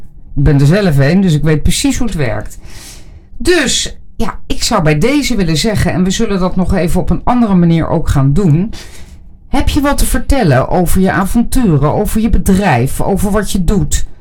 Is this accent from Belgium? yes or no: no; Wageningen, Gelderland, Netherlands